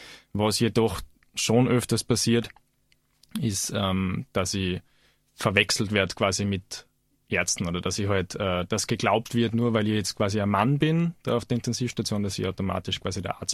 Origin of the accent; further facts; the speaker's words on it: Salzburg, Austria; born there; now in Innsbruck, Austria; ich bin 30 Jahre alt, bin geboren in Salzburg, wohne jetzt in Innsbruck